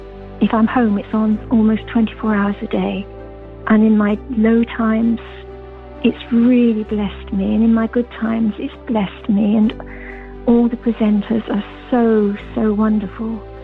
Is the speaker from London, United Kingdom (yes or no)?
yes; Enfield, London, United Kingdom; I'm from Enfield, Middlesex.